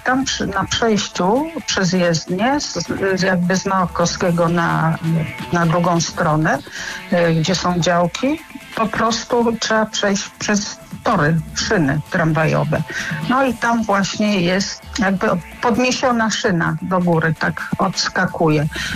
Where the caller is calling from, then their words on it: Police, West Pomeranian Voivodeship, Poland; mieszkam w Policach